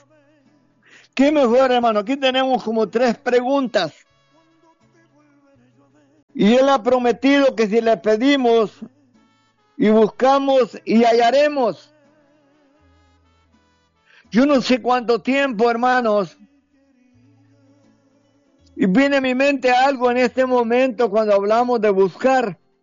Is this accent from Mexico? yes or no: no; El Salvador; ya eran los lugares donde como salvadoreños buscábamos, buscando la vida, pidiendo a Dios. Pero un día regresamos a nuestro país